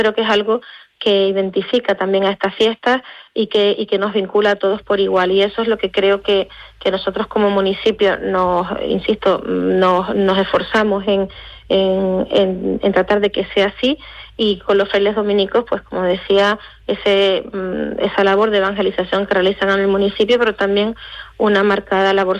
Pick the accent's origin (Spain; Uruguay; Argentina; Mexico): Spain; Canary Islands; nos identifica como canarios